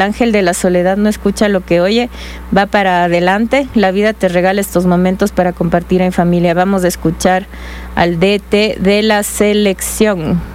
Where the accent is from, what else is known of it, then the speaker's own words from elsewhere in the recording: Ecuador; como buenos ecuatorianos que somos